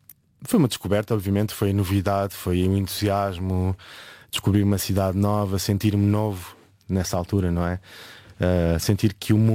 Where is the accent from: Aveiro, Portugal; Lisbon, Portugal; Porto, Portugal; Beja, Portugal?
Lisbon, Portugal; eu cresci em Lisboa, mas não cresci mesmo no centro de Lisboa.